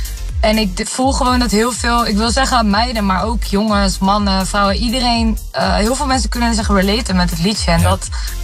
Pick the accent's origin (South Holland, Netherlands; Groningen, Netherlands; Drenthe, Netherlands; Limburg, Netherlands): Drenthe, Netherlands; Assen; also born or lived in England; Ik ben geboren in Engeland, ik ben opgegroeid in Assen, in Drenthe.